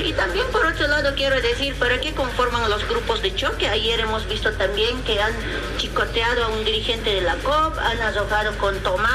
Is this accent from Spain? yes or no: no; Bolivia; porque somos bolivianos